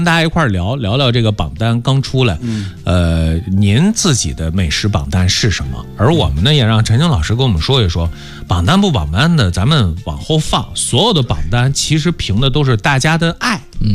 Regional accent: northern China, China; 作为北方人我接受不了

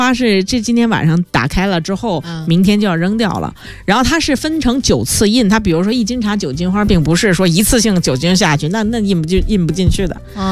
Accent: Beijing, China; 咱们北京人

